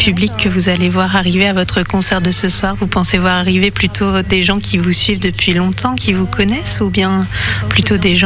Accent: North East England, United Kingdom; French is a second language; une petite cornemuse qui vient de ma région d'origine, le Northumberland, au nord-est de l'Angleterre

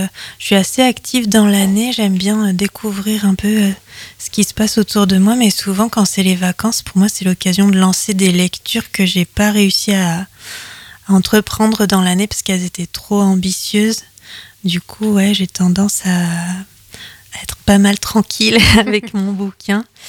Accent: Occitanie, France; j'ai grandi dans le Gard, mais ma grand-mère était à Noirmoutier

